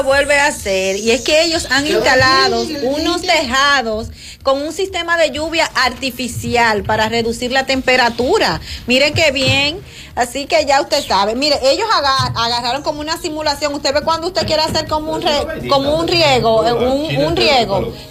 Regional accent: Dominican Republic

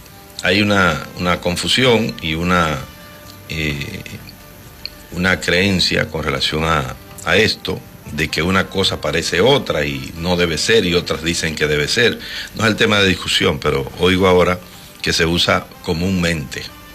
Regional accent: Dominican Republic; somos dominicanos

